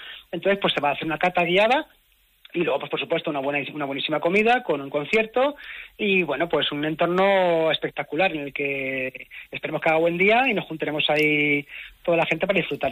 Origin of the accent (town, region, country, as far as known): Gárgoles, Castilla-La Mancha, Spain; born or raised there